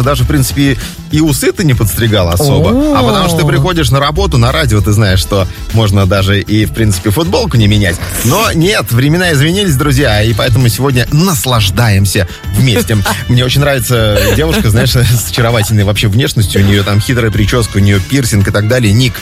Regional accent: Togliatti, Samara Oblast, Russia; я, да, из Тольятти

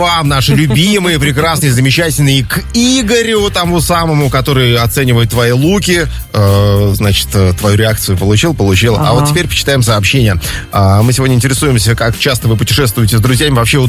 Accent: Tyumen, Tyumen Oblast, Russia; В моем родном городе Тюмень.

